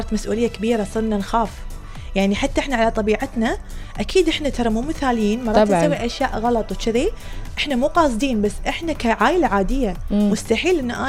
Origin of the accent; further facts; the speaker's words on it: Kuwait; احنا عائله كويتيه يعني كأي عائلة كويتية